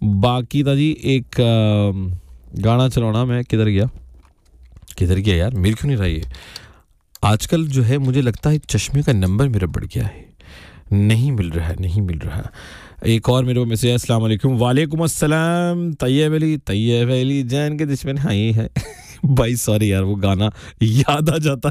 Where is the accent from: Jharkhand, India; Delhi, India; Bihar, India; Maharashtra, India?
Delhi, India; now in Qatar; मैं भाई दिल्ली से हूँ